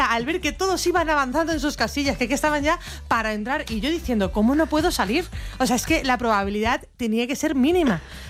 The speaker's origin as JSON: {"language": "Spanish", "town": "Málaga", "region": "Andalusia", "country": "Spain", "said": "Yo soy de Málaga, veraneo en Málaga, y me ocurrió una noche de verano."}